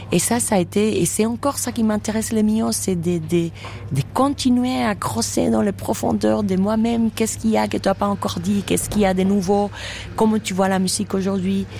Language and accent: French; Cuba; moved away; ma tradition à moi cubaine